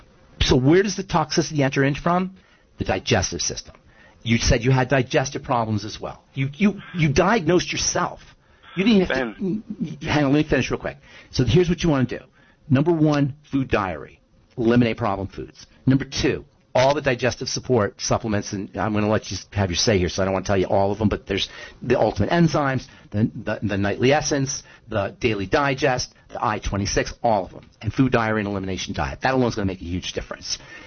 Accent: Trenton, New Jersey, United States; I grew up in Trenton. I know all about Philly.

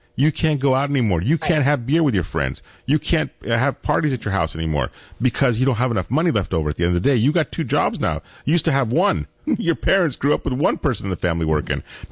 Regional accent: Iran; I came from Iran. I'm a Syrian Christian. In Iran, you don't get to have, you know, they don't like you to have churches or whatever.

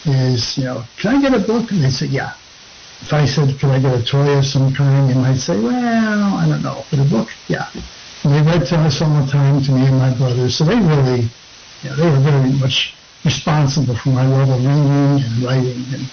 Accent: Connecticut, United States; And growing up in Connecticut, I heard all these stories and everything.

